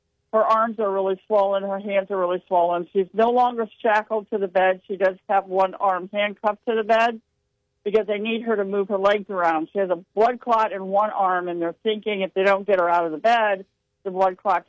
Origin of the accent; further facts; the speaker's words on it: Ohio, United States; moved away as an adult; now in Nashville, United States; So I'm born and raised in Ohio. I went to college. One of my colleges, I went to Ohio, but I live in Nashville now.